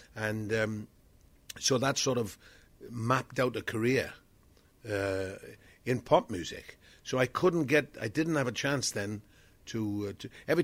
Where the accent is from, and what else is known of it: Wales, United Kingdom; born or raised there